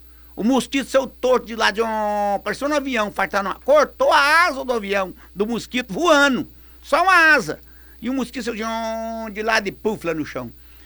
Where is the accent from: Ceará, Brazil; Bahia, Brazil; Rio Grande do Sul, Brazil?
Bahia, Brazil; moved away; na Bahia, eu sou baiano, eu vou lá de vez em quando